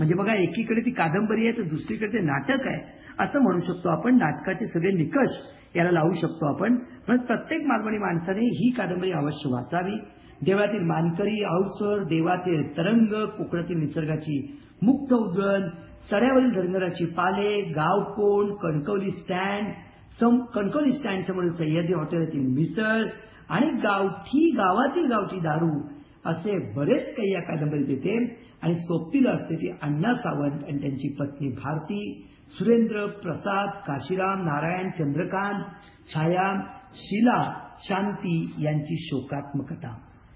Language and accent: Marathi; Maharashtra, India; moved away; मला माझं कोकण म्हणजे माझं गाव आठवलं.